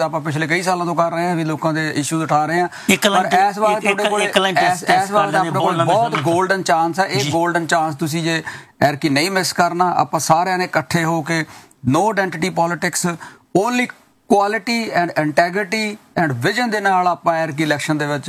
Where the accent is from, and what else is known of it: Canada